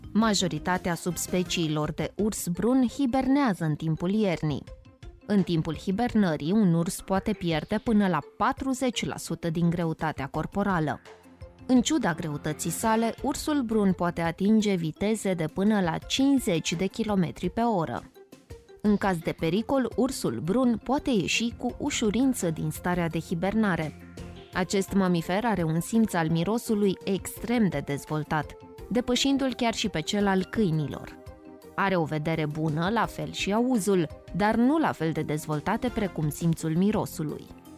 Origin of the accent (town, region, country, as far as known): Romania